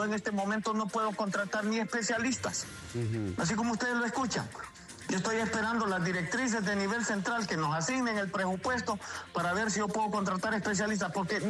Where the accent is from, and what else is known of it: Honduras